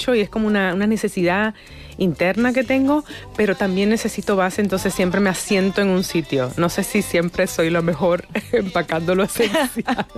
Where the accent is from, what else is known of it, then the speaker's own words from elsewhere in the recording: Santo Domingo, Dominican Republic; moved away; esa etapa de mi vida, esa mi adolescencia en Santo Domingo.